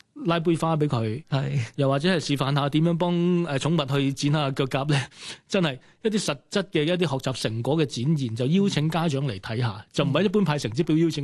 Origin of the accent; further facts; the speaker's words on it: Tuen Mun, New Territories, Hong Kong; 我自己的而且確都係圍村人。不過唔係西貢，喺屯門。咁所以我其實有幾理解圍村啲文化嘅。